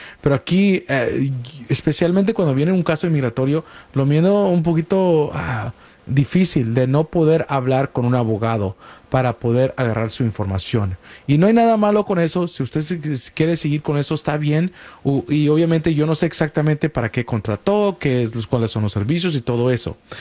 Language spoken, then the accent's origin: Spanish; Chicago, Illinois, United States; Yo soy de Chicago